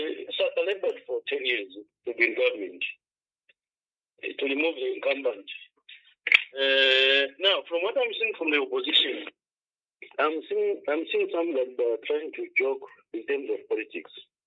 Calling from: Lusaka, Lusaka Province, Zambia; I'm calling from Lansdale, within Lusaka

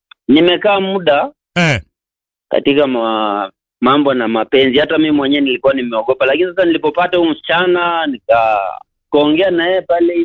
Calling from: Nakuru, Nakuru County, Kenya; Nilitoka Homa Bay nikarudi direct Nakuru hapa.

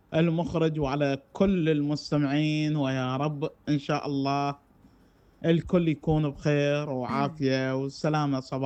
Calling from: Baghdad, Baghdad Governorate, Iraq

